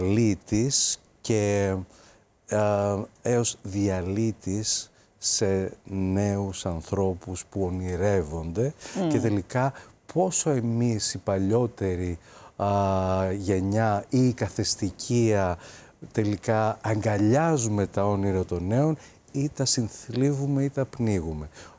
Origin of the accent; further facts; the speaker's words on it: Agrinio, Western Greece, Greece; moved away as an adult; also born or lived in Venezuela; Εκεί λοιπόν γεννήθηκα κι εγώ. Οι γονείς μου, όταν ήμουν πολύ μικρός, γυρίσαμε στην Ελλάδα, μεγάλωσα στο Αγρίνιο